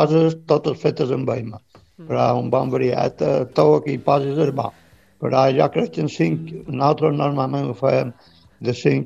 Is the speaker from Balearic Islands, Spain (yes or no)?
yes; Sant Jordi, Balearic Islands, Spain; Jo som de poble, de Sant Jordi